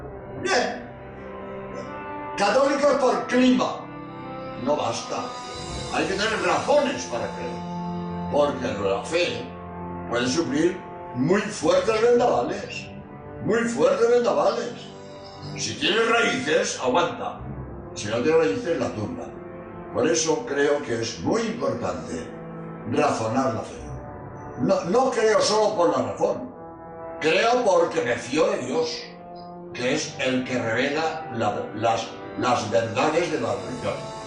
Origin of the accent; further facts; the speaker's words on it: Spain; soy jesuita español